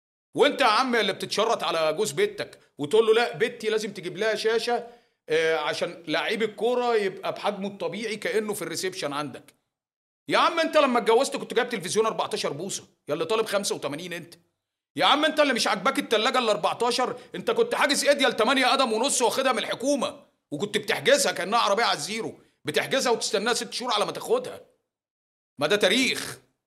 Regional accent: Egypt

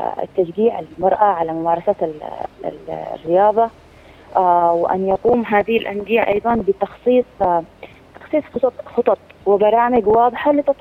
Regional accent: Yemen; فيقول لك المرأة عندنا في اليمن ما ينفعش تلعب مصارعة

